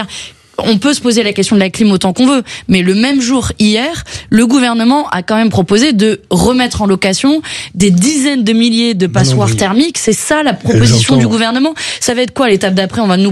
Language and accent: French; Southern France, France; je viens du sud de la France.